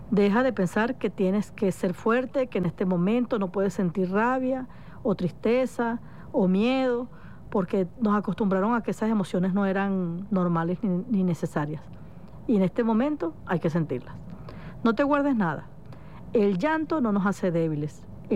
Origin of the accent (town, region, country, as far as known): Venezuela